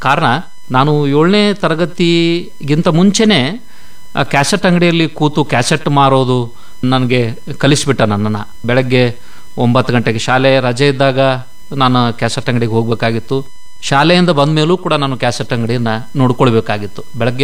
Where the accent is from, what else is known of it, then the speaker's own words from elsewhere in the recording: Savadatti, Karnataka, India; born there; ನಾನು ಹುಟ್ಟಿದ್ದು ಸವದತ್ತಿಯಲ್ಲಿ.